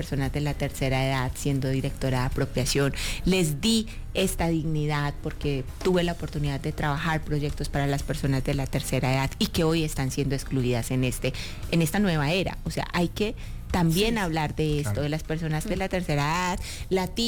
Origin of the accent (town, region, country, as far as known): Yacopí, Cundinamarca, Colombia; born or raised there